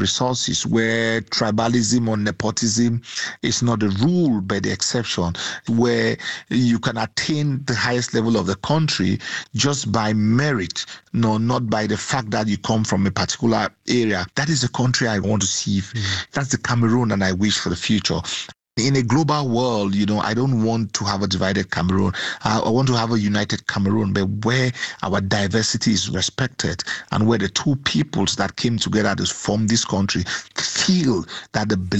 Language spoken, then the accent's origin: English; Mekelle, Tigray, Ethiopia; English is a second language; from Magala.